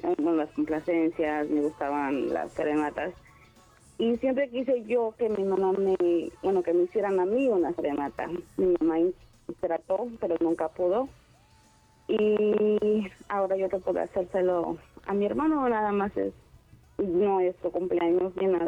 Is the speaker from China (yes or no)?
no; Atizapán, State of Mexico, Mexico; Del Estado de México.